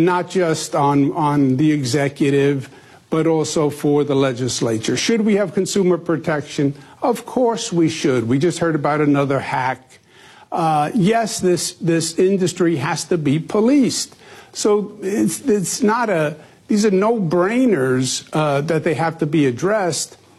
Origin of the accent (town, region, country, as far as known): New York, United States